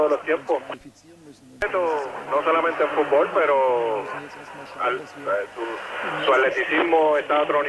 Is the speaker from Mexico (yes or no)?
no; Puerto Rico; Yo, Puerto Rico.